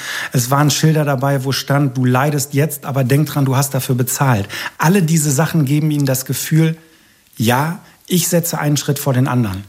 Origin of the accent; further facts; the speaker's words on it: Düsseldorf, North Rhine-Westphalia, Germany; der dritte in meiner Heimatstadt Düsseldorf.